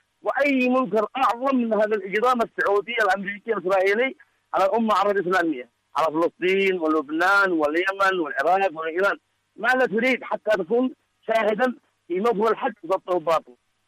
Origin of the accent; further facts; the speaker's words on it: Yemen; أنكم يمنيين ونحن يمنيين